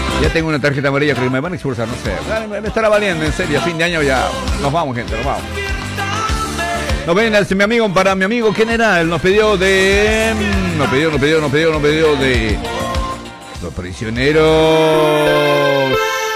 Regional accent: Bolivia; now in Argentina; Claro, cañación. Como boliviano, por tomar nomás.

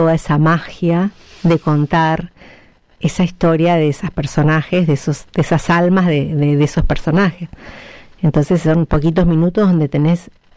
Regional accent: Cutral Có, Neuquén, Argentina; moved away; recordar mi infancia en los 80 en Cutralcó

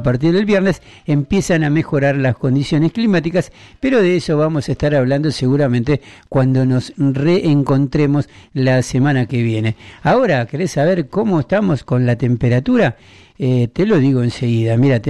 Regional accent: Patagonia, Argentina; somos patagónicos

